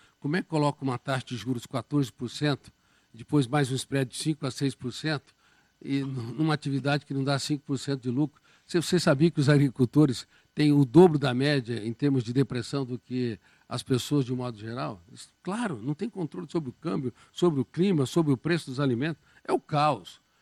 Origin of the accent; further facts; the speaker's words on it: Colina, São Paulo, Brazil; born there; na minha querida cidade, onde eu nasci, Colina.